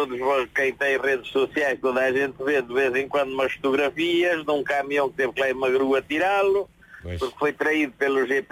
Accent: Ansião, Leiria, Portugal; Eu sou do distrito de Leiria, de uma terra chamada Ancião.

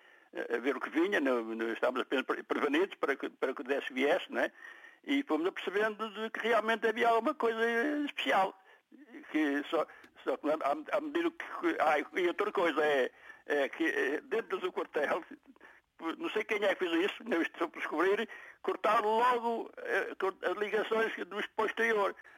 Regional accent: Vila das Aves, Norte, Portugal; moved away as an adult; also born or lived in Lisbon; now in Maia, Portugal; eu sou natural da Vila das Aves Santo Tirso.

